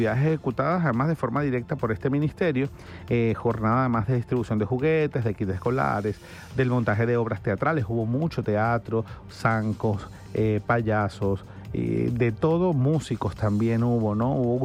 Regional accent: Venezuela; la solidaridad que nos caracteriza como venezolanos

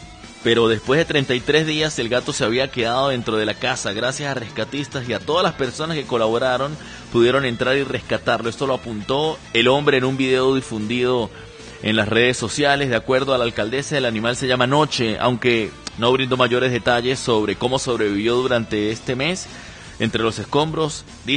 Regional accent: Santa Teresa, Venezuela; ¿Sabes que yo soy de Santa Teresa, no?

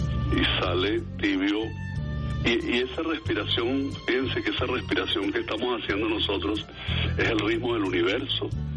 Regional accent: Venezuela; Agradece el país donde naciste, la naturaleza, las bellezas, todo eso grande que tenemos en Venezuela

